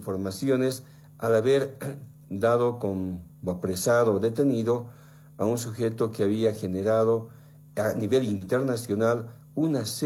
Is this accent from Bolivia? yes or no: yes; Bolivia; como bolivianos y bolivianas